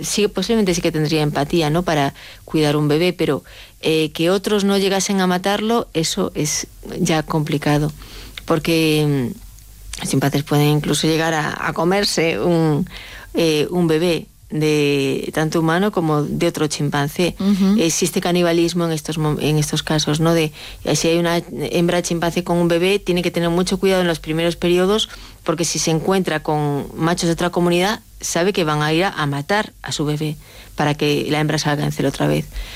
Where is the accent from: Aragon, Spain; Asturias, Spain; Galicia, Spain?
Galicia, Spain; Yo lo describo muchas veces como yo soy gallega, ¿no? los gallegos estamos en Galicia. Bueno, yo no estoy en Galicia ahora, pero tenemos un, no tengo mucho acento, pero yo antes tenía acento.